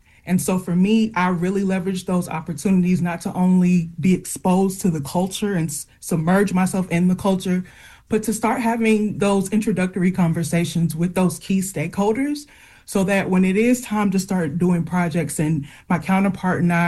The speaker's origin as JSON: {"language": "English", "country": "United States", "said": "my experience as an American"}